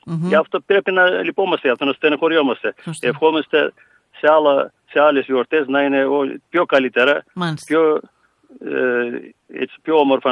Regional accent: Sidiro, Eastern Macedonia and Thrace, Greece; θα είμαι και εγώ στο χωριό μου

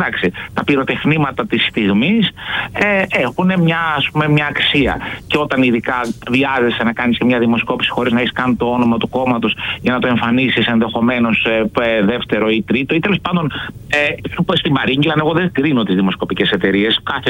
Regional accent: Thessaloniki, Central Macedonia, Greece; moved away; Εμένα η επιθυμία μου είναι να κατέλθω στην Αλφα Θεσσαλονίκη, στην περιφέρειά μου, στις επόμενες εκλογές, δηλαδή στην πατρίδα μου εννοώ.

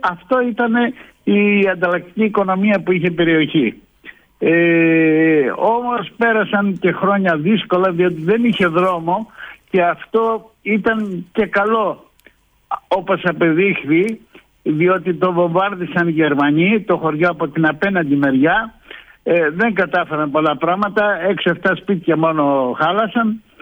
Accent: Vargeni, Greece; moved away; also born or lived in United States; εγώ γεννήθηκα στη Βάργενη, τέλειωσα το δημοτικό σχολείο της Βάργενης

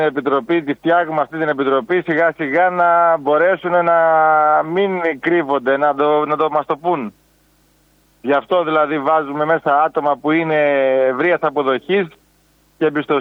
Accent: Strefi, Western Greece, Greece; στο χωριό μου, τώρα που είμαι πρόεδρος 3 χρόνια

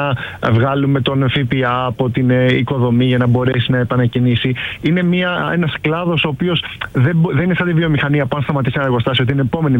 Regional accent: Argos, Peloponnese, Greece; το δικό μου σπίτι που εγώ είμαι από το Άργος και το έχω

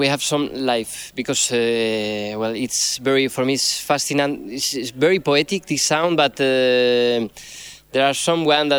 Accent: Galicia, Spain; I came from Galicia and I play an old instrument, the hurdy-gurdy.

